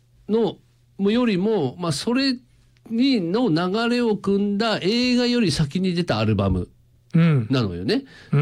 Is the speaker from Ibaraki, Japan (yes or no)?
yes; Ibaraki, Japan; 地元茨城